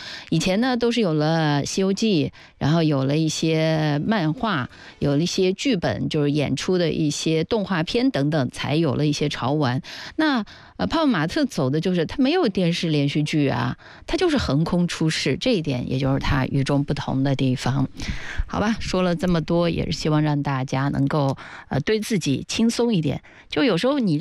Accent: China; 作为中国人

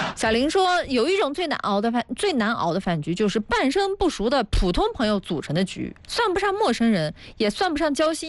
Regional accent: northern China, China; now in Hefei, China; 因为我是北方人嘛，北方人

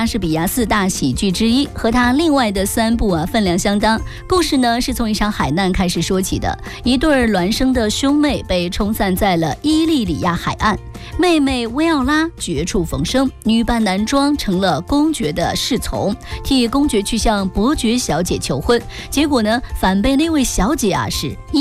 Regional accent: Gansu, China; 作为一个甘肃人

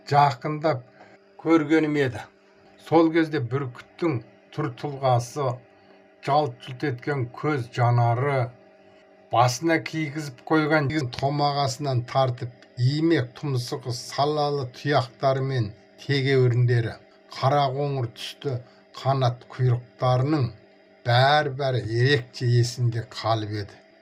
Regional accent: Xinjiang, China; Біздің үй Құрсай деп аталатын жер аты.

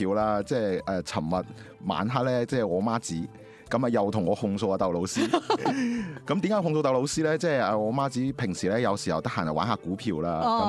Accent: Guangdong, China; 我哋廣東人講嘅老作

